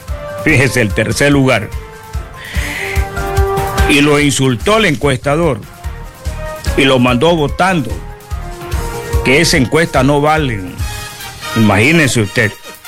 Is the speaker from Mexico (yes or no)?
no; El Oro, Ecuador; Nuestros amables oyentes aquí en Machala, buenos días en mi provincia del Oro, buenos días en mi país Ecuador